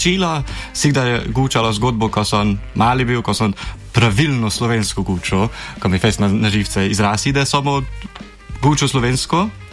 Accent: Prekmurje, Slovenia; now in Ljubljana, Slovenia

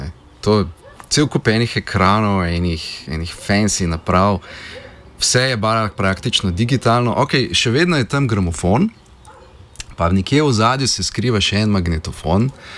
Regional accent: Črnomelj, Southeast Slovenia, Slovenia; moved away as an adult; now in Ljubljana, Slovenia; dol v Črnomlju, jaz sem iz Črnomlja drugače

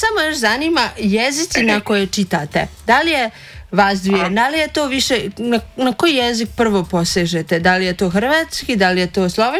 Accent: Lukavac, Federation of Bosnia and Herzegovina, Bosnia & Herzegovina; iz Lukavca sam pored Tuzle.

